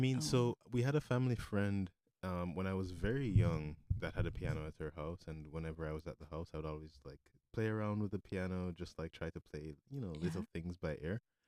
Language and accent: English; Kingston, Surrey, Jamaica; So I grew up in Jamaica. I grew up in Kingston, Jamaica.